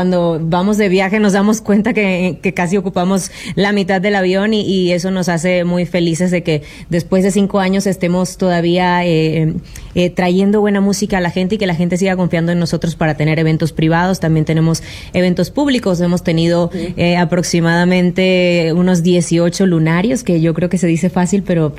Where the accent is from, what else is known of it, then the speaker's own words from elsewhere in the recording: Venezuela; Yo, por ejemplo, soy venezolana